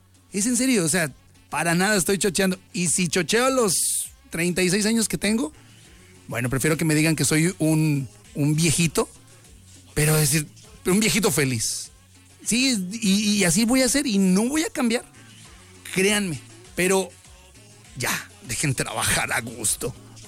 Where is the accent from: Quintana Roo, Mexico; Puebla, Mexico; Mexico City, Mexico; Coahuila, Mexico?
Coahuila, Mexico; Saltillo; mi familia es saltillense, yo soy de Saltillo.